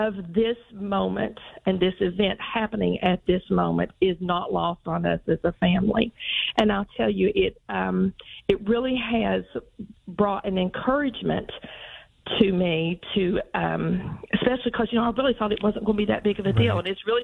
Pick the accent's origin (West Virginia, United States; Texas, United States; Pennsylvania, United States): West Virginia, United States; Man; I'd say, "I'm from the great metropolis of Man, West Virginia, the town with three letters and two syllables." There's nothing like the people here.